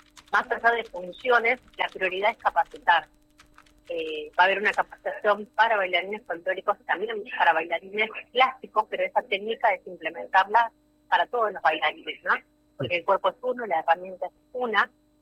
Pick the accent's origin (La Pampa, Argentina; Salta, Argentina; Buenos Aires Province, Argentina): Salta, Argentina; Tartagal; Yo cuando nací en Tartagal, Tartagal me dio crecer, me dio salir de acá, cumplir mi sueño y volver.